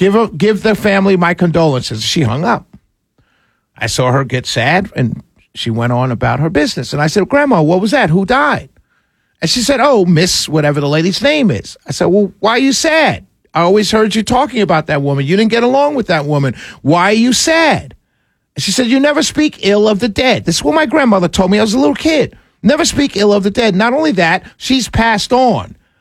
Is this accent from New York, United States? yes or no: yes; New York, United States; the way I grew up on Convent Avenue in Harlem, New York, on 149th Street and Convent Avenue.